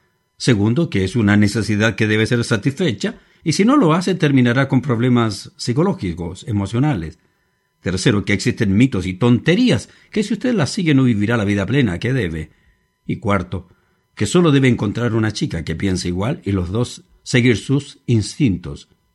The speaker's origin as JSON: {"language": "Spanish", "country": "Chile", "said": "muchos otros en mi país"}